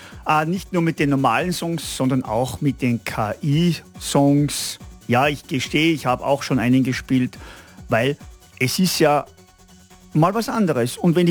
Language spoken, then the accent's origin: German; Styria, Austria; So, diese Region hier, da wo ich herkomme, Steiermark, Ennstal, die steht in, wie sagt man, komplett Kopf diese Woche.